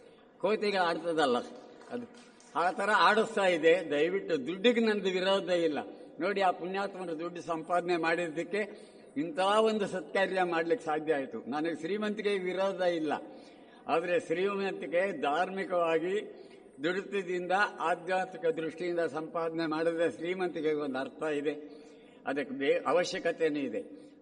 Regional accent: Kolar district, Karnataka, India; ನಮ್ಮ ಕೋಲಾರ ಜಿಲ್ಲೆಗೆ

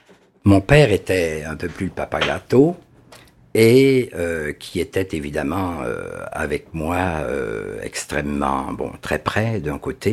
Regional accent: Saguenay, Quebec, Canada; moved away; Je suis originaire évidemment du Saguenay, de Port-Alfred à l'époque, qui s'appelait après coup Ville de la Baie, qui s'appelle maintenant Saguenay. Et c'est sur les rives évidemment de ce Saguenay-là que j'ai grandi

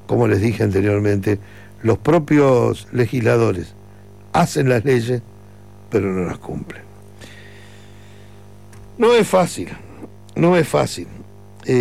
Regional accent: Uruguay; born there; Sí, soy uruguayo. Cuando yo nací era un país del primer mundo

